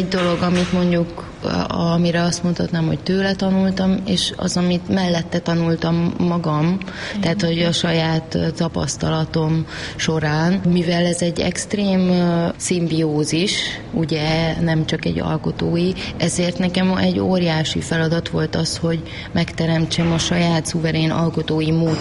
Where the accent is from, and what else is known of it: Târgu Mureș, Mureș County, Romania; born or raised there